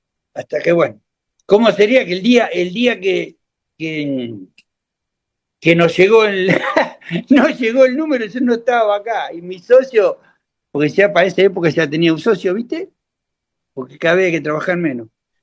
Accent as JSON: {"language": "Spanish", "town": "Mar del Plata", "region": "Buenos Aires Province", "country": "Argentina", "tie": "born there", "also_born_or_lived": "Olavarría", "said": "yo de Mar del Plata me iba"}